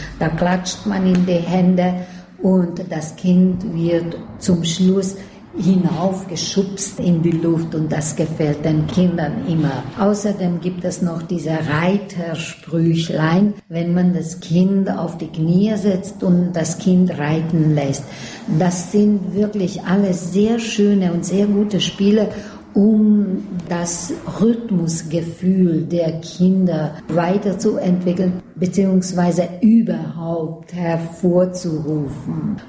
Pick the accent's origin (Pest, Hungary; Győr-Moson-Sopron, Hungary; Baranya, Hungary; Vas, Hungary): Pest, Hungary; Pilisszentiván; accent: St. Ivaner Mundart (southern Bavarian Danube Swabian dialect)